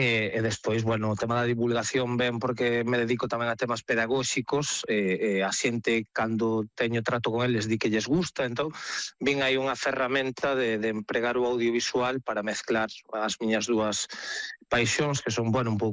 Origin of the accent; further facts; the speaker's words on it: Redondela, Galicia, Spain; born there; now in Lourizán, Spain; son de Lourizán, son nacido en Redondela, pero vivo en Lourizán, son fillo de mariscador e iso vinculoume quizáis ao mar